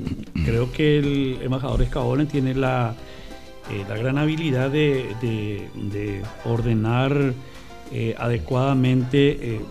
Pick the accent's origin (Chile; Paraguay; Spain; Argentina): Paraguay; Como paraguayo, yo me siento muy contento